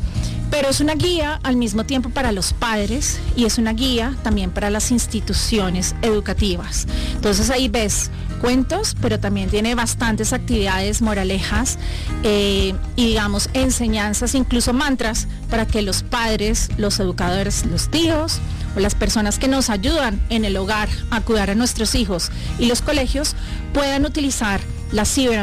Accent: Bogotá, Colombia; moved away; Yo feliz de poder estar acá en mi país

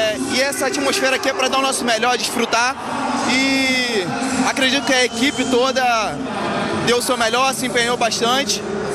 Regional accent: Brazil; moved away; Eu vim do Brasil, joguei no Vasco, lá tem bastante confrontos com essa atmosfera, lá é muito bom também.

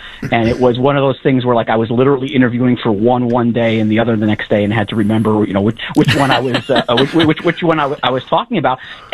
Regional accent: New Britain, Connecticut, United States; I grew up in New Britain, Connecticut. My grandfather, you know, from Polish descent, grew up in poverty, grew up right next to Sacred Heart Church on Broad Street.

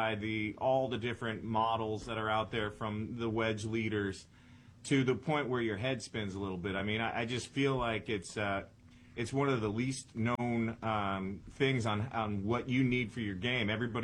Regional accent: Indiana, United States; I'm from Indiana. I'm a Colts fan, so.

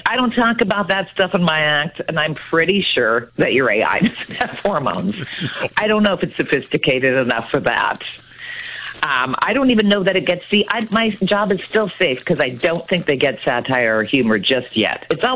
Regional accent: Ontario, Canada; It is going to be a Steeltown girl. I'm from the Sioux

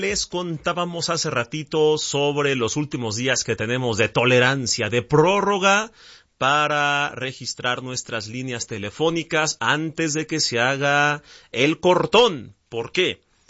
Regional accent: Mexico; a los mexicanos siempre nos ha caracterizado

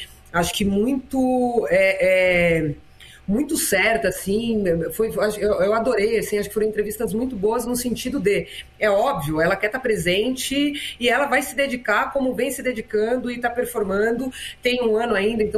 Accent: São Paulo, Brazil; Você vai olhar para o estado de São Paulo, por exemplo, eu sou paulistana

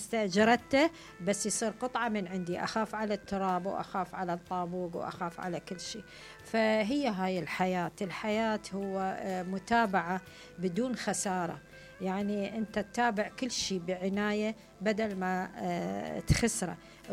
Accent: Iraq; احنا عندنا في العراق

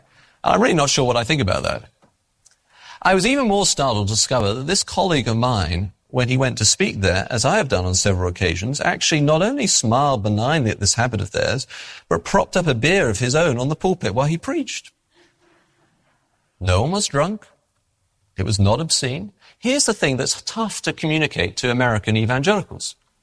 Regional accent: England, United Kingdom; I am an English Baptist. I'm going to tell you this story so you understand where I'm coming from in terms of my culture.

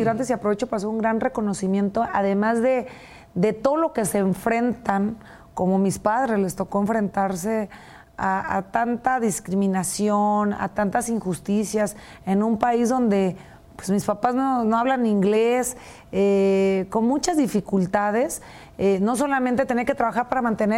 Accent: Nayarit, Mexico; A Nayarit y a orgullosamente a mi pueblo y a mi municipio allá en la sierra.

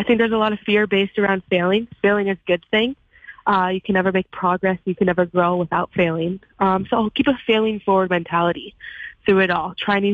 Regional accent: Michigan, United States; It means a lot to me to represent my home state, especially in a sport that is not a primary sport in the state of Michigan

